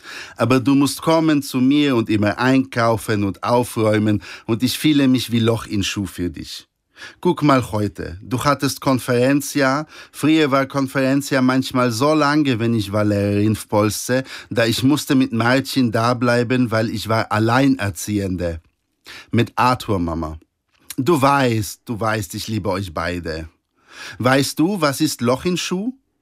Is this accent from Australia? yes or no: no; Poland; Als Pole ist irgendwie zu sagen, versteck dich.